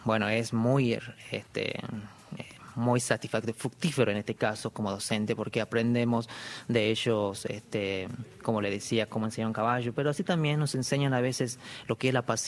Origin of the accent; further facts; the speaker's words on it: Abrapampa, Jujuy, Argentina; also born or lived in La Quiaca / Tilcara; Soy Abrapampa, nacido en La Quiaca, ajá. Me crié en Abrapampa, hice mis estudios primarios y secundarios y la universidad, bueno, el nivel terciario en Tilcara.